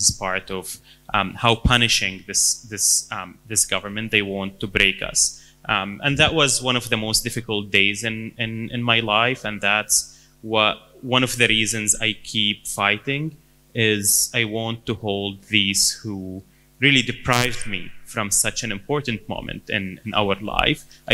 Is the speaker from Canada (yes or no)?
no; Syria; accent: Syrian; moved away; I was born and raised in Syria, I never thought of myself as Syrian, although, you know, my accent is pretty much Syrian. Most of my friends are Syrian.